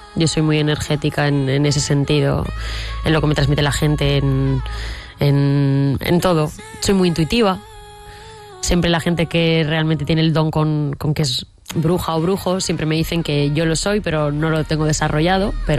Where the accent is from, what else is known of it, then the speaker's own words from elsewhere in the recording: Zaragoza, Aragon, Spain; born there; tengo sangre andaluza porque mi abuela materna es de Andalucía y pues luego yo nací en Zaragoza.